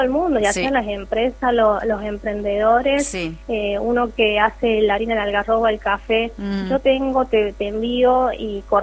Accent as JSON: {"language": "Spanish", "town": "El Bañado", "region": "Catamarca", "country": "Argentina", "moved": "yes", "lives_now": "Recreo, Argentina", "said": "de donde yo soy, ajá, del Bañado"}